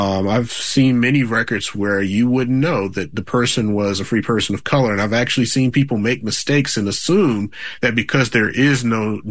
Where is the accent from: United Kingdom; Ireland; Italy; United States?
United States; Virginia; And you know, I grew up in Virginia as well, and so Civil War memory to some extent is all over the place in Virginia.